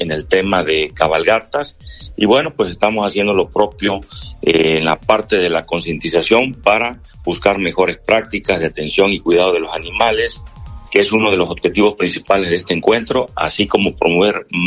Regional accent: Veracruz, Mexico; fortalecer nuestra identidad como buenos veracruzanos y mexicanos que somos.

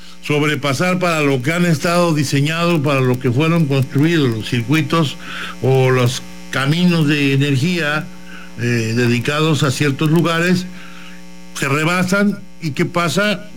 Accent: Mexico; me refiero a la historia que somos los mexicanos, y no nada más los mexicanos, o sea, esto lo traemos desde antes de ser pues nosotros somos criollos, somos una mezcla, ¿no?, de sangre ya

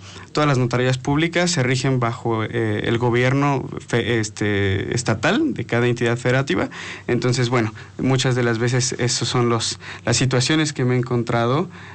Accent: San Martín Texmelucan, Puebla, Mexico; yo soy de San Martín Texmelucan, entonces mi distrito judicial es de Huejotzingo.

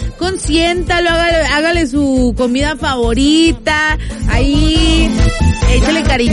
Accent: Puebla, Mexico; Nosotros, poblanos

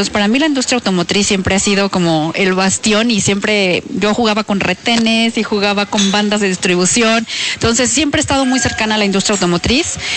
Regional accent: Puebla, Mexico; born there; also born or lived in Germany; Pues, a ver, muy brevemente … tengo 41 años, nací en la ciudad de Puebla, soy naturalizada alemana, porque pasé mucho tiempo en Alemania

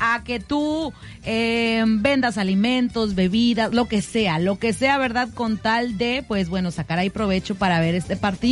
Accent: Mexico

